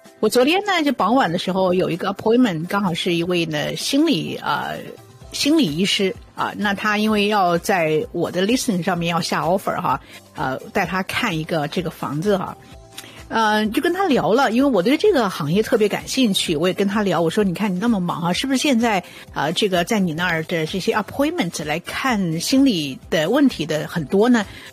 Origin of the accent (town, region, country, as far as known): Canada